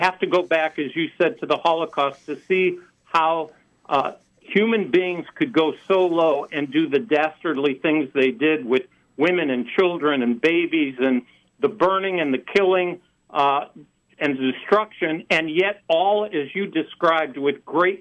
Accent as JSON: {"language": "English", "region": "Ohio", "country": "United States", "tie": "born or raised there", "said": "I come from an Orthodox background, born and raised in Northeast Ohio."}